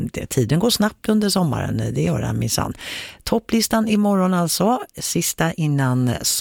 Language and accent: Swedish; Sweden; moved away; där jag växte upp, där finns nämligen en liten ort som heter Carl Gustav. Alltså med lite annan betoning. Så att jag, det där har satt sig, även om det är väldigt länge sedan som jag bodde just där.